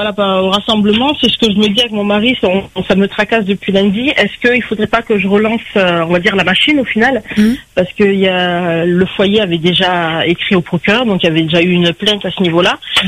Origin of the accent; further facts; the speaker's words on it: Nouvelle-Aquitaine, France; parce que j'habite à 2 heures, hein, parce que je suis des Landes, j'habite à 2 heures de là où Liana était.